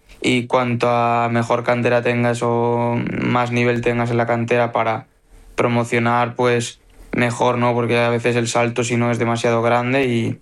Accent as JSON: {"language": "Spanish", "town": "Pamplona", "region": "Navarre", "country": "Spain", "lives_now": "Pontevedra, Spain", "said": "No, en Galicia y en Pamplona de donde vengo, pues el clima es un poco más fresquillo"}